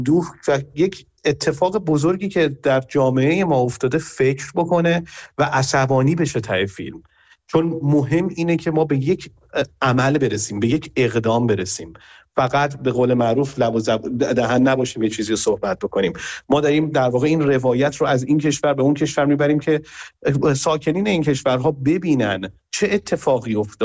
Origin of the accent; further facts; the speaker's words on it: Iran; همه ما ایرانی هستیم